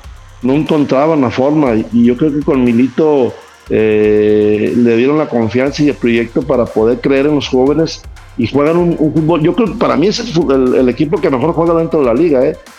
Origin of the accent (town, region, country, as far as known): Mexico